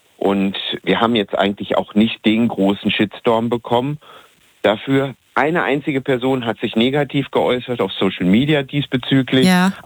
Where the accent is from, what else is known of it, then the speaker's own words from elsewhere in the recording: Gelsenkirchen, North Rhine-Westphalia, Germany; Ja, es kommt aus meiner alten Heimatstadt, aus Gelsenkirchen.